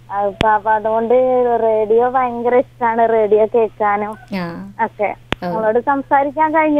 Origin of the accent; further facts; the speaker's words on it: Pattambi, Kerala, India; moved away as an adult; now in Vandoor, India; എന്റെ വീട് എന്താ പട്ടാമ്പി കട്ടിൽമാടത്താണ്. അവിടെ അച്ഛണ്ട്, അമ്മ ഉണ്ട്, പിന്നെ ചേച്ചി ഉണ്ട്.